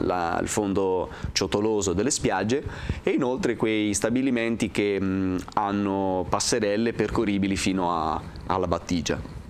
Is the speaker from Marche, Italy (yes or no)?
yes; Falconara Marittima, Marche, Italy; Io sono di Falconara Marittima